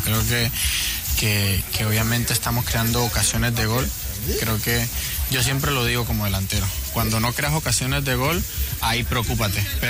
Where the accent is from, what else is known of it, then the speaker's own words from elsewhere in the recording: Colombia; moved away; nosotros los colombianos